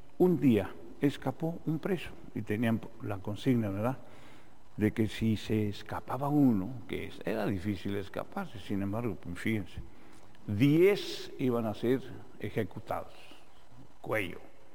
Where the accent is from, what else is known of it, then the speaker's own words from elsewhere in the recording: Mexico; Nosotros, fíjense, somos mexicanos